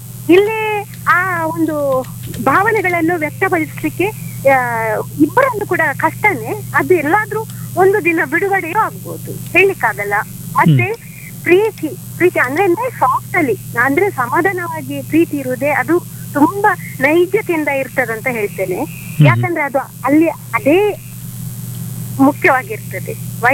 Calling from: Karkala, Karnataka, India; ಕಾರ್ಕಳದಿಂದ.

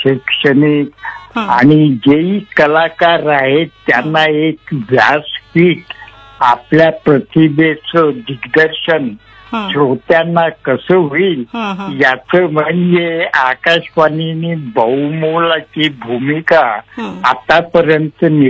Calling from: Chhatrapati Sambhajinagar, Maharashtra, India; छत्रपती संभाजीनगर इथून संवाद करीत आहे.

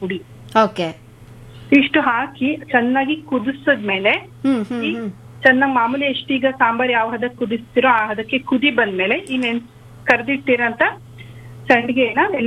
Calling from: Tumakuru, Karnataka, India

